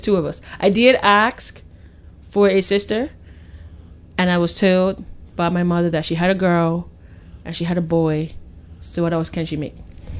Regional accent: Warwick, Bermuda; also born or lived in England; Because I'm from Warwick.

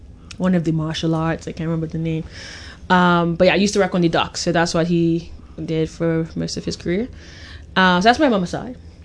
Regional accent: Warwick, Bermuda; also born or lived in England; Because I'm from Warwick.

